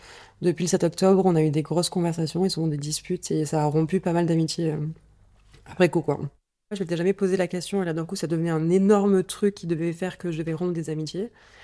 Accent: Marseille, Provence-Alpes-Côte d'Azur, France; j'ai 28 ans, j'ai grandi à Marseille. Je viens d'une famille où le côté maternel est tunisien et juif, et le côté paternel est arménien. Du coup, j'ai grandi surtout dans la communauté arménienne à Marseille, et pas tellement la communauté juive.

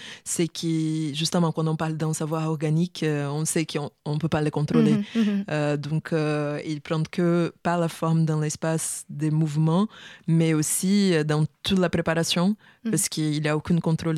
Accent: Rio de Janeiro, Brazil; c'est un voyage d'exploration qui est arrivé à, chez moi, à Rio de Janeiro.

